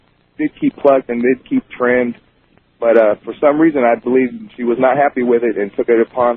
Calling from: Victorville, California, United States; I'm calling from Victorville, California.

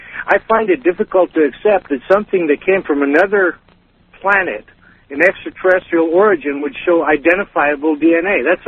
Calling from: Los Angeles, California, United States; I'm calling from Los Angeles.

